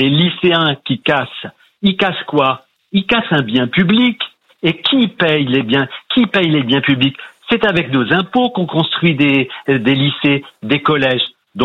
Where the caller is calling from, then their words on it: Ézanville, Île-de-France, France; Je vous appelle d'Aizenville, dans le Val d'Oise.